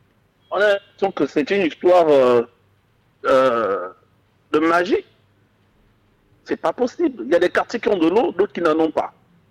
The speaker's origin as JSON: {"language": "French", "country": "Gabon", "tie": "born or raised there", "said": "Ce n'est pas aujourd'hui qu'on vit au Gabon. Nous sommes nés au Gabon, on a grandi au Gabon, on ne connaît pas un autre pays."}